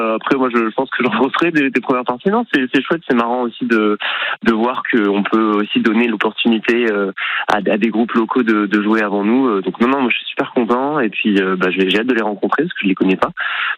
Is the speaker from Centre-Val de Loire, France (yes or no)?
no; Nouvelle-Aquitaine, France; Tarnos, c'est vraiment juste à côté de là où j'ai grandi, donc je connais plein de gens dans ce coin-là.